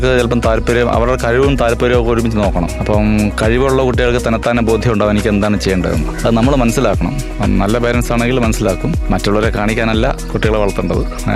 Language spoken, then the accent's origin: Malayalam; Kunnicode, Kerala, India; Kunnicode, Kottarakkara Kunnicode.